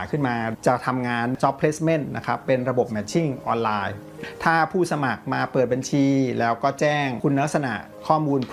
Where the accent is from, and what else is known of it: Bangkok, Thailand; born or raised there